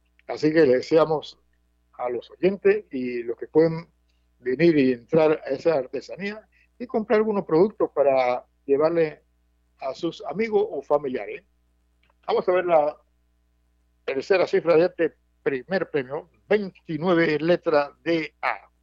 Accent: Panama; born there; somos panameños de nacimiento

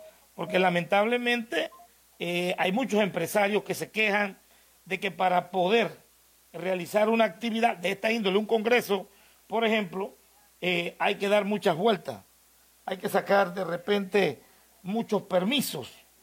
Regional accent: Azuero, Panama

